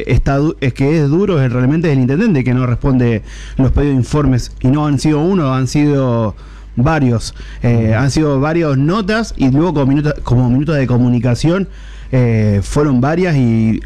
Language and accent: Spanish; Tucumán, Argentina; Y ambos somos tucumanos, así